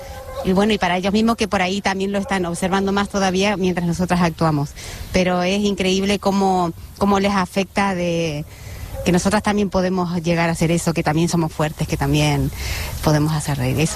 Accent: Argentina; Catalan is a second language; moved away as an adult; now in Catalonia, Spain; Sí, para mí soc argentina i he vingut perquè jo volia, no? Volia. Ha sigut la meva decisió i estic a Catalunya feliç i he decidit estar aquí.

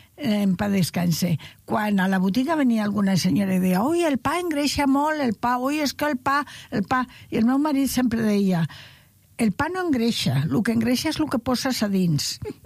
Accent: Madrid, Community of Madrid, Spain; now in Arenys, Spain; Pues hay una madrileña aquí que se pasa, eh, de raya.

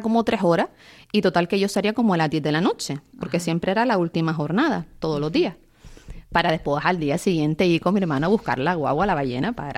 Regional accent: Las Palmas de Gran Canaria, Canary Islands, Spain; como te comentaba, pues, me crié en Buenarteme. Uh-huh. ¿Qué menos que estudiar en las Salesianas de Buenarteme?

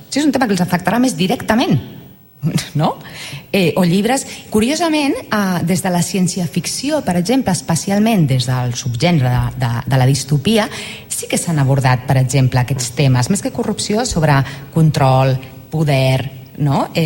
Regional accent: Santa Perpètua de Mogoda, Catalonia, Spain; Jo que sóc de Santa Perpètua de la Moguda, un poblet a costat de Sabadell

